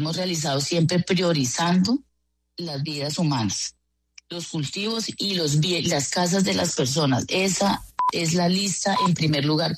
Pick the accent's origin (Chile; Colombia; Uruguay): Colombia